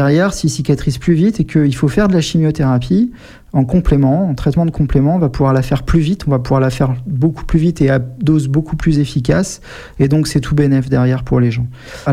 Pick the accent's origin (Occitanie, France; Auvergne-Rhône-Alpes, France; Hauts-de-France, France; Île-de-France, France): Hauts-de-France, France; Amiens; Donc moi, je suis originaire d'Amiens, donc j'avais passé le concours de première année à la fac d'Amiens.